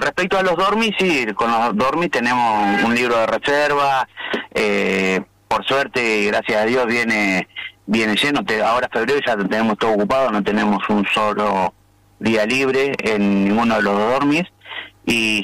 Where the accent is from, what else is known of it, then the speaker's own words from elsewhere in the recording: Ingeniero Huergo, Río Negro, Argentina; yo estoy nacido y criado acá en Huergo